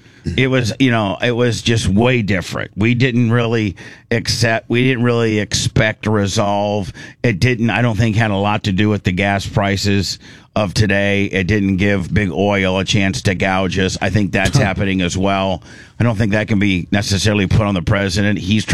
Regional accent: United States; I'm just over it as an American.

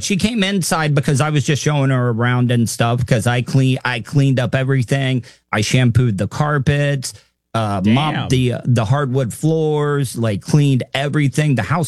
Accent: Volusia County, Florida, United States; born there

